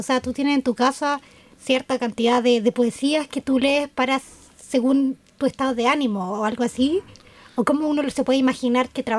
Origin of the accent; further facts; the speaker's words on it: Chile; moved away; yo soy de Chile